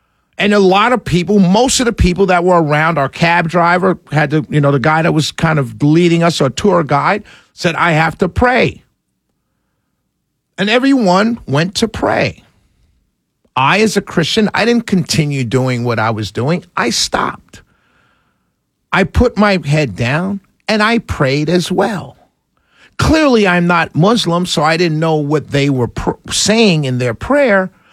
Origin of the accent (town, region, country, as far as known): New York City, New York, United States; born or raised there